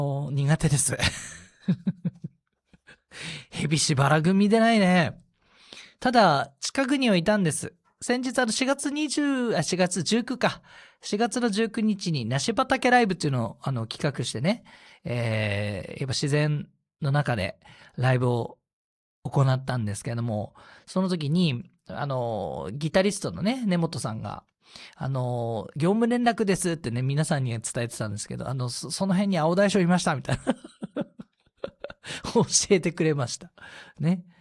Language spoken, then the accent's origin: Japanese; Tohoku, Japan; 私たち東北人は多少夏遅いんですけれども